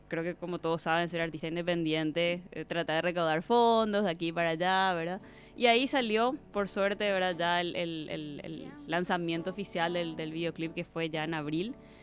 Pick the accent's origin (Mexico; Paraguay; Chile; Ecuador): Paraguay; Luque, Central; Yo crecí en una familia de músicos y en general, así que era imposible no absorber. Yo soy de Luque